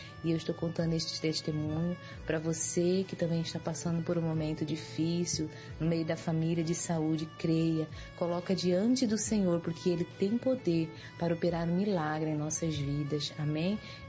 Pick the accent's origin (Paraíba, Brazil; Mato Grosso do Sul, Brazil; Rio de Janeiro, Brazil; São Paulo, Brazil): Mato Grosso do Sul, Brazil; Corumbá; eu sou de Corumbá, Mato Grosso do Sul.